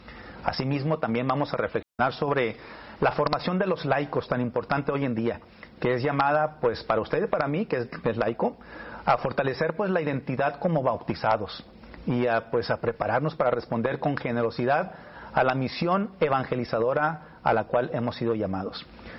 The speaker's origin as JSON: {"language": "Spanish", "country": "Mexico", "moved": "yes", "lives_now": "United States", "said": "como decimos en México"}